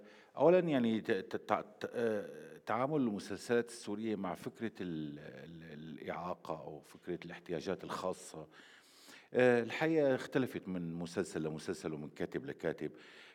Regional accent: Syria; يمكن نحن بحاجة كسوريين نحترم سرديات بعضنا، وبنفس الوقت نعرف عيوب سردياتنا.

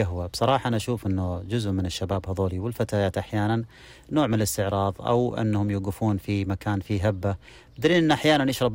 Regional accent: Eastern Province, Saudi Arabia; عندنا في الشرقية

